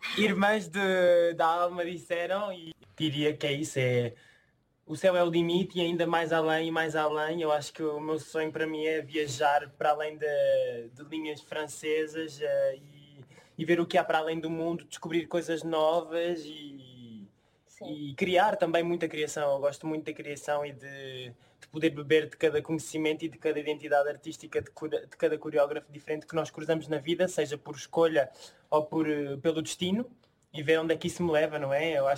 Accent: Faro, Algarve, Portugal; moved away as an adult; Eu sou farense de Faro

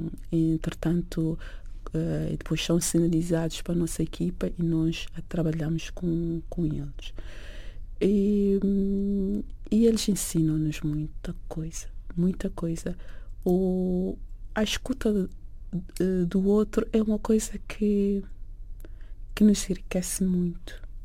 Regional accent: Mozambique; born there; Nós somos do Movimento das Artes de Moçambique desde miúdas.

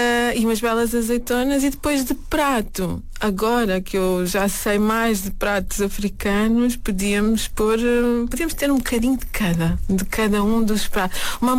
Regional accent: Lisbon, Portugal; born there; Sim, eu nasci em Lisboa.

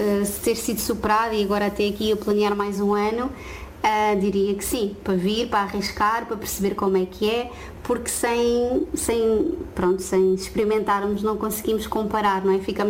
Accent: Cadaval, Lisbon, Portugal; Eu nasci em Lisboa, depois os meus pais mudaram de casa assim algumas vezes. Portanto, eu considero-me, é onde estou há mais tempo, é ali no Cadaval, é onde também comprei a minha casa.

